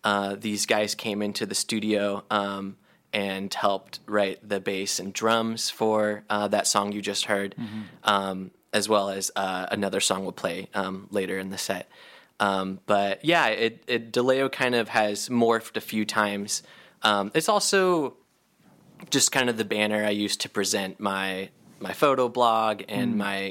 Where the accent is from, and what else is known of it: Nevada County, California, United States; born or raised there; now in San Francisco Bay Area, United States